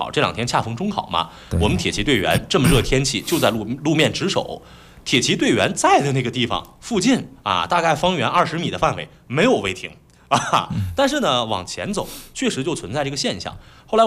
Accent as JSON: {"language": "Chinese", "town": "Fuzhou", "region": "Fujian", "country": "China", "tie": "born or raised there", "said": "还有我老家福州，"}